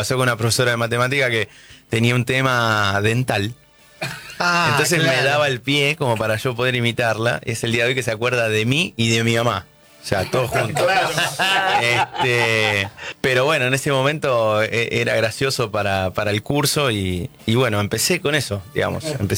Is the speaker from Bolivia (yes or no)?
no; Tres Arroyos, Buenos Aires Province, Argentina; los locutores de Tres Arroyos, de donde soy, Tres Arroyos, provincia de Buenos Aires.